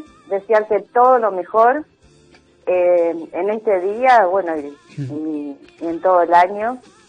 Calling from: La Plata, Buenos Aires Province, Argentina; De la ciudad de La Plata

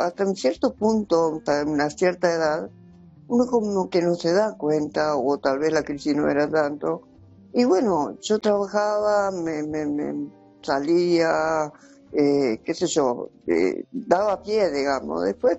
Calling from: Entre Ríos, Argentina; de Entre Ríos.

